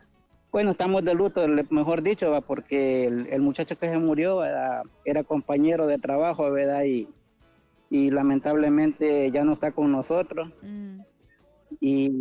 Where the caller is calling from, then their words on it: Cofradía, Cortés, Honduras; aquí le hablo de Sol y Cofradía.